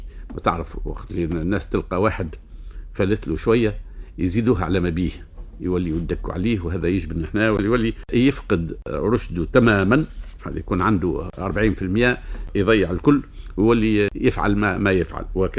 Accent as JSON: {"language": "Arabic", "country": "Tunisia", "said": "عندنا في تونس وفي المغرب العربي"}